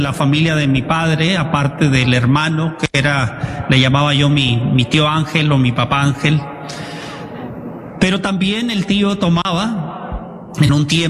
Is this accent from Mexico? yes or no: yes; Tijuana, Baja California, Mexico; born there; Nací en Tijuana.